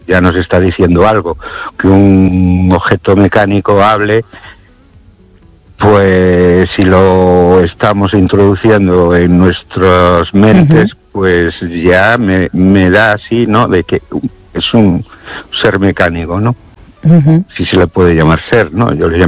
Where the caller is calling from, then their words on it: Ourense, Galicia, Spain; Buenas noches, Esther y oyentes … de Orense.